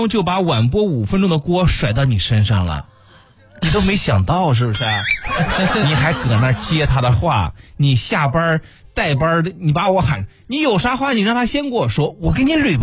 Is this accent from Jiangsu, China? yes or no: yes; Xuzhou, Jiangsu, China; 咱们徐州人